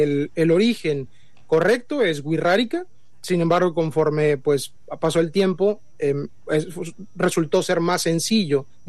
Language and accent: Spanish; Mexico; como mexicanos nuestra obligación es preservar nuestra cultura y nuestras tradiciones